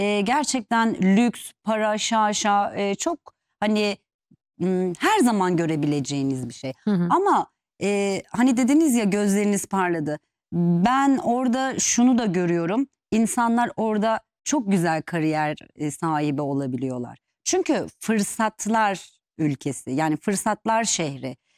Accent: Istanbul, Turkey; also born or lived in Antalya; now in Dubai, United Arab Emirates; Ben aslen İstanbulluyum ama 25-30 yıl Antalya'da yaşadım.

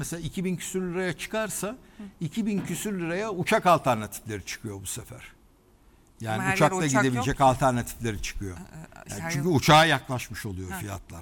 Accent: Kepsut, Balıkesir, Turkey; born there; Doğduğum yer olan Kepsut'ta da bütün arkadaşlarım şehadet ederler yani bu işe.

